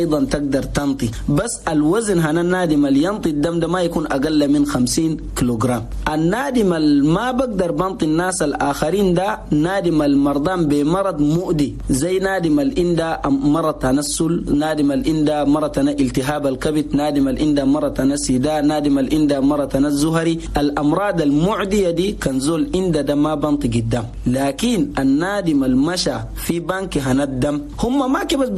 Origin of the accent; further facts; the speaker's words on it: Chad; نقول لأخواننا المواطنين جميعا في بلدنا تشاد